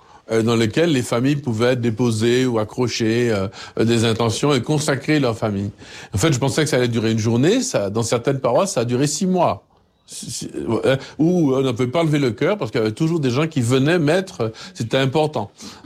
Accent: Martinique, France; Ce que je dis là, c'est pas en tant que Martiniquais seulement. C'est pour tous les peuples.

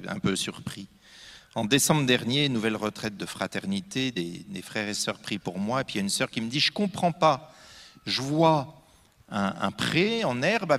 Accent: Normandy, France; Je suis normand, hein. Un pommier, je le connais.

